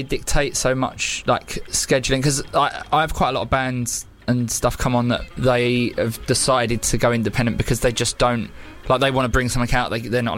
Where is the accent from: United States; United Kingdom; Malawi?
United Kingdom; London; I'm from South East London originally, but...